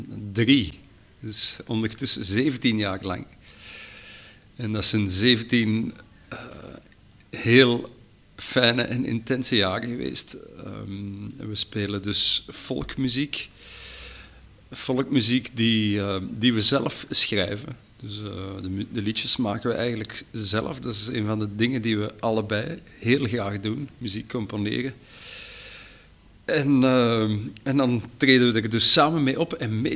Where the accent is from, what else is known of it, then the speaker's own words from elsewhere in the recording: Belgium; bestaan uit twee Belgen. En twee Belgen die ook een koppel zijn.